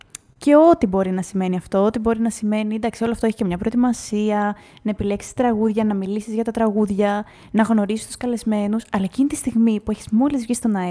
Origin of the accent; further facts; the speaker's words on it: Trikala, Thessaly, Greece; also born or lived in Crete; Δηλαδή, είναι οι καταγωγές μου σίγουρα από τα Τρίκαλα και από την Κρήτη, από τα Τρίκαλα Θεσσαλίας, το χωριό μου, και από την Κρήτη.